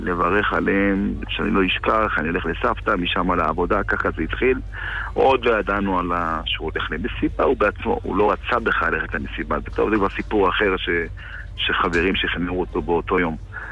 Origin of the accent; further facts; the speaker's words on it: Kiryat Malakhi, Southern District, Israel; אנחנו מקריית מלאכי, והוא היה גר אצל אמא שלי ברמלה. הוא ישן איתי באחד הלילות, ישן איתי בבית בקריית מלאכי